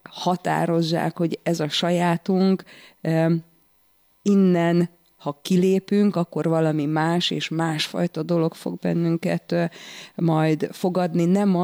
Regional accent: Kondoros, Békés, Hungary; ott, ahol én fölnőttem, Kondorosan abban az utcában már, vagy abból az utcából, az utca végéről már látszik a határ.

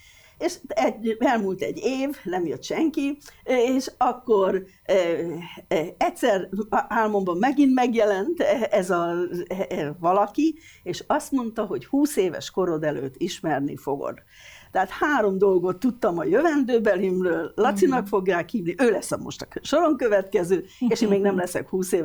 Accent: Debrecen, Hajdú-Bihar, Hungary; az életemben először voltam szülővárosom Debrecen határain kívül.

